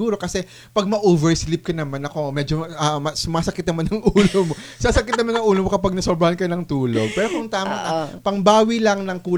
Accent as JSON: {"language": "Tagalog", "region": "Western Visayas", "country": "Philippines", "said": "Sa amin, sa amin sa Iloilo, sa Northern Iloilo"}